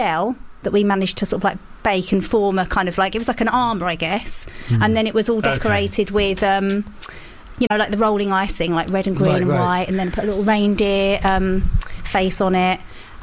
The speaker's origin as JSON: {"language": "English", "town": "Leigh-on-Sea", "region": "East of England", "country": "United Kingdom", "accent": "Essex", "said": "I'm from Leigh-on-Sea in Essex."}